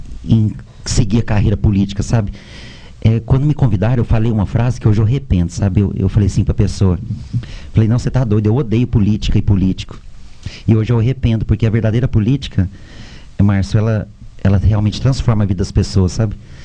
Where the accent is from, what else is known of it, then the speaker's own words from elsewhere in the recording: Campina Verde, Minas Gerais, Brazil; also born or lived in Uberlândia; Eu nasci ali na região de Turama, né? Passei minha infância lá e minha adolescência em Campina Verde. Com 18 anos eu fui para Uberlândia, né?